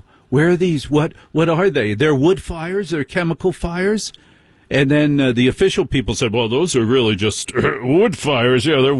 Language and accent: English; New Jersey, United States; I'm from Jersey.